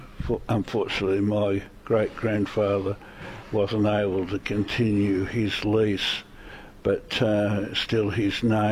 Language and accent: English; Victoria, Australia; also born or lived in Kaniva; Kanaiva as really my home town. But I grew up on a farm just north of Lillima, so I've always regarded Lillima as the first step.